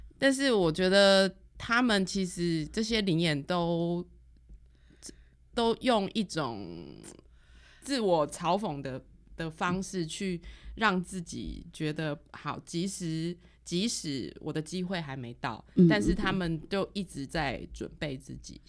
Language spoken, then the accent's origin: Chinese; southern Taiwan, Taiwan; 我们都是南部人。